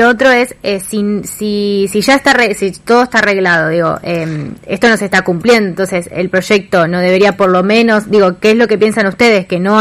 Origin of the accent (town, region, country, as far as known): Santa Fe, Argentina